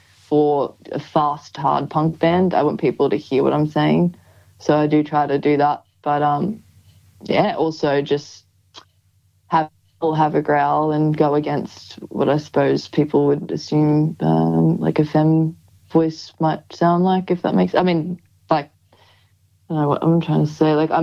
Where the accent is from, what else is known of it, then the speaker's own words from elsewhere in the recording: Queensland, Australia; Oh, yeah, I'm just from Queensland.